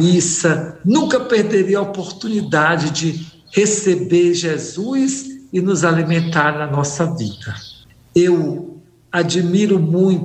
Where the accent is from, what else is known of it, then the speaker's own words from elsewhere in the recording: Maranhão, Brazil; eu sou lá do Maranhão, nordestino como o senhor.